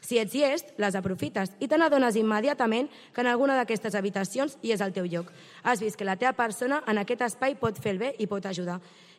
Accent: Sitges, Catalonia, Spain; a Sitges som catalans i catalanes.

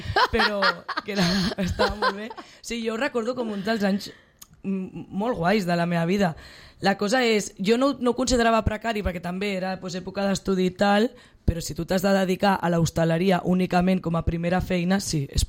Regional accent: Sitges, Catalonia, Spain; Jo sóc de Sitges i no visc del turisme.

